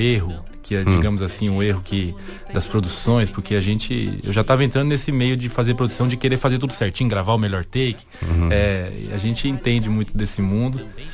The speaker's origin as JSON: {"language": "Portuguese", "region": "Amazon", "country": "Brazil", "moved": "yes", "lives_now": "Portugal", "said": "de ser do interior da Amazônia, de viver aqui"}